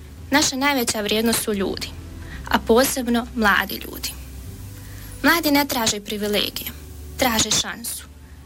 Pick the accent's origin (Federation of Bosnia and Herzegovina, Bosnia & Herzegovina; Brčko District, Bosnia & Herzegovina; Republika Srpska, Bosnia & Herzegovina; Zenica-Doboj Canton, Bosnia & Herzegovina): Federation of Bosnia and Herzegovina, Bosnia & Herzegovina; Gračanica; also born or lived in Tuzla; rođena sam 31.12.2001. godine u Tuzli, a dolazim iz Gračanici.